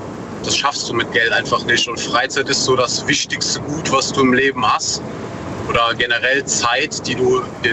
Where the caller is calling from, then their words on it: North Rhine-Westphalia, Germany; Aus der Eifel. NRW